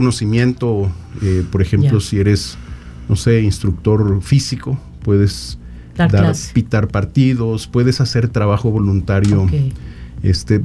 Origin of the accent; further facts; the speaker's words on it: Tabasco, Mexico; moved away as an adult; now in San Luis Potosí, Mexico; Yo me crié en una casa donde yo lo llamaría light en Tabasco. Yo no soy potosino, yo llegué aquí en 2019 a trabajar. Yo llegué a trabajar aquí y yo me crié en una casa católica light